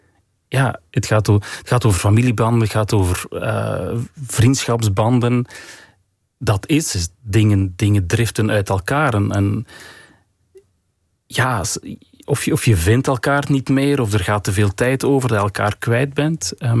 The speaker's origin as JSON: {"language": "Dutch", "town": "Waregem", "region": "Flanders", "country": "Belgium", "tie": "born or raised there", "moved": "yes", "said": "En dan dacht ik van oké, we zijn weg uit Waregem. Het is oké. Het leven is begonnen."}